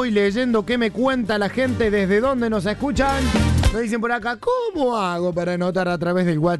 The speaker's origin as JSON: {"language": "Spanish", "town": "Salto", "region": "Buenos Aires Province", "country": "Argentina", "said": "Hola, buenas tardes, soy de Salto, provincia de Buenos Aires."}